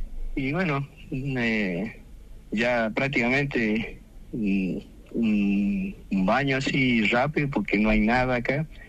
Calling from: Rosario de la Frontera, Salta, Argentina; yo vivo en Rosario de la Frontera, está al sur de Salta, 175 kilómetros de Salta

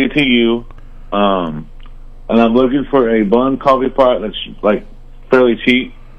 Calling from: Marshall, Missouri, United States; I'm calling from Marshall, Missouri.

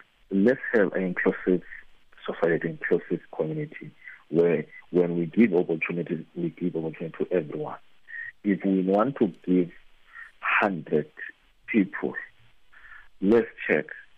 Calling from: South Africa; I'm calling from Takadeha in Montapa.

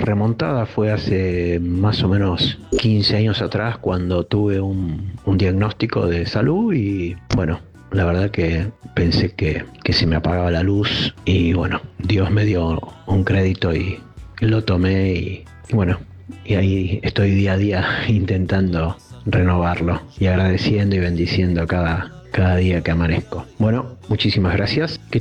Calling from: Buenos Aires, Argentina; de Villa Pueyrredón

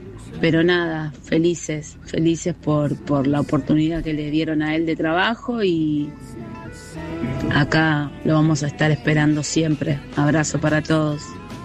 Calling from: Buenos Aires, Argentina; soy de La Boca

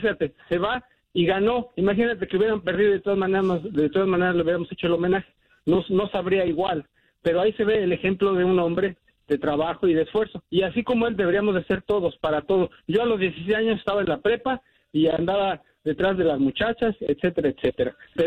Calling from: Tijuana, Baja California, Mexico; De Tijuana.

